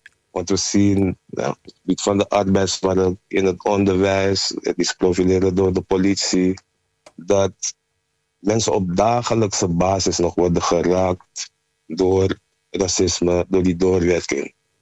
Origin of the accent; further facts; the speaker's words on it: Amsterdam, North Holland, Netherlands; born there; Ik ben zelf van Surinaamse afkomst, in Amsterdam geboren.